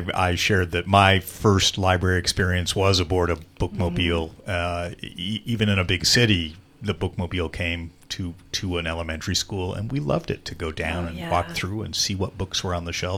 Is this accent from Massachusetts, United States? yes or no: no; Whidbey Island, Washington, United States; Because I came from Whidbey Island.